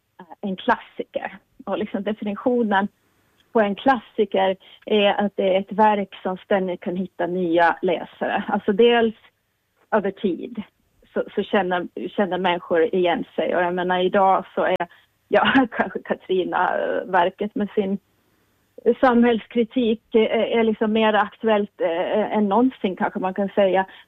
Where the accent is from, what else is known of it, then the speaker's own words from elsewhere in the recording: Åland, Finland; moved away; jag är ju själv född och uppvuxen på Åland och sådär, och det kan vara svårt att få syn på en stjärna hemma. Men då efter att jag har liksom, ja, flyttat från Åland